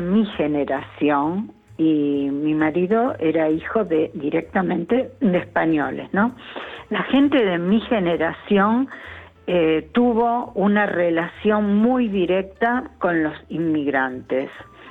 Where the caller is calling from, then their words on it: Argentina; donde yo nací, los únicos argentinos eran mis padres. Todos los demás eran europeos.